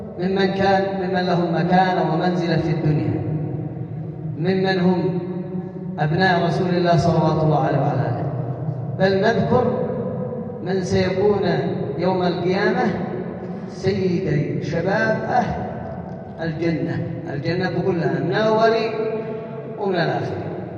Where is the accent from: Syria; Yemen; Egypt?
Yemen; ونحن كيمنيين